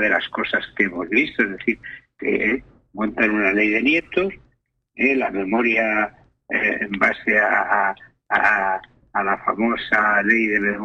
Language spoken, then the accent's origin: Spanish; Tarragona, Catalonia, Spain; now in Almería, Spain; Yo nací en Tarragona, yo soy catalán